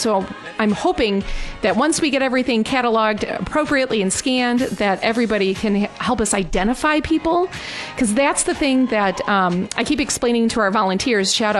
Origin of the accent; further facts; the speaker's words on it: Illinois, United States; I'm from Illinois. My mom is from up here.